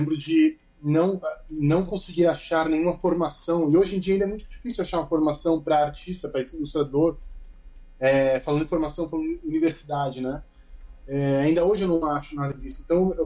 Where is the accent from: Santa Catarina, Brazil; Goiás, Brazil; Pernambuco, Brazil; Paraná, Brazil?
Santa Catarina, Brazil; Blumenau; Eu sou natural de Blumenau. Vivo aqui até hoje, né?